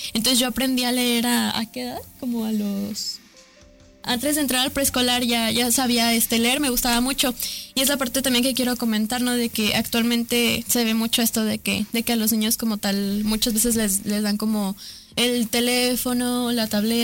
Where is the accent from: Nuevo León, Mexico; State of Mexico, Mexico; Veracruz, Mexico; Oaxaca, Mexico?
Veracruz, Mexico; Tantoyuca; soy estudiante de Bachillerato Oriente, nací en Tantoyuca, Veracruz